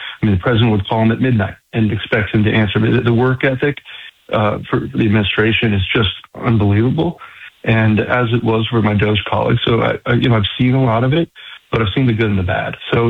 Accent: New York, United States; now in Houston, United States; being a New Yorker coming into Houston, it was just incredible.

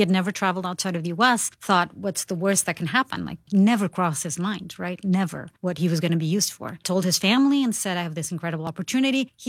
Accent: Portugal; So in Mozambique, they speak Portuguese. I'm from Portugal.

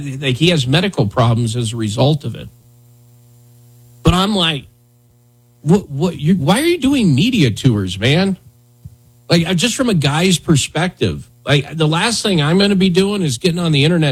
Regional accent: Buffalo, Wyoming, United States; I grew up in Buffalo, Wyoming

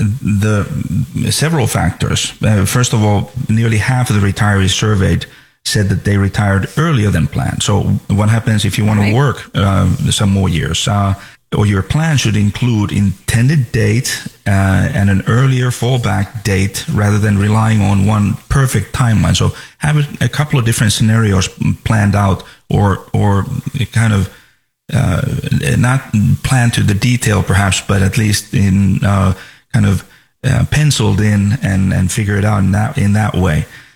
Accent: Finland; born or raised there; now in Florida, United States

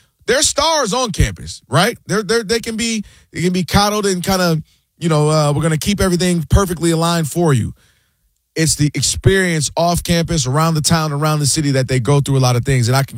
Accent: Ann Arbor, Michigan, United States; I've experienced it growing up in Ann Arbor, Michigan, which is a diverse town.

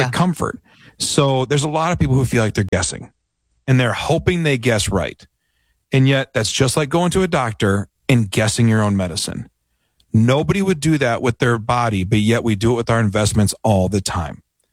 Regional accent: Michigan, United States; also born or lived in Dover, Delaware / Fort Benjamin Harrison, Indiana; I was born on the Dover Air Force Base in Dover, Delaware, moved to Fort Benjamin Harrison, Indiana at 9 months old, and moved to Michigan when I was four.

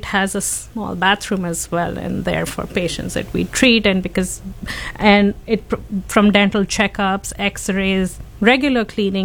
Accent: India; So I practice dentistry in India. So I grew up in India.

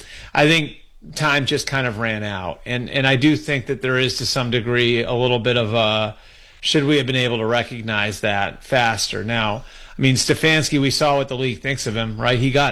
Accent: Boston, Massachusetts, United States; when I was 5 years old, 8 years old, you know, growing up in Boston

